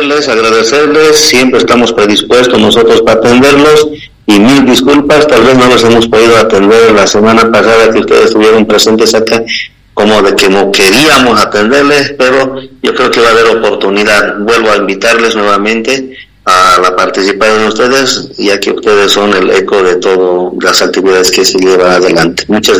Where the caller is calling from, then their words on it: Ballivián Province, Beni, Bolivia; aquí dentro de la provincia de Valdivia